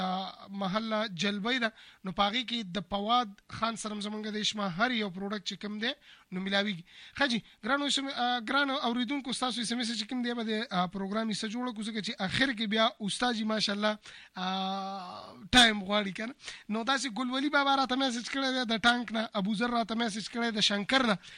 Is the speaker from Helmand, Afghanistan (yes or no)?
no; Jalalabad, Nangarhar, Afghanistan; د افغانستان جلال آباد نه